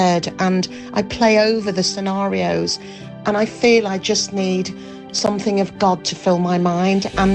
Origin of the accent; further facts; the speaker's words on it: Leeds, Yorkshire and the Humber, United Kingdom; from Leeds.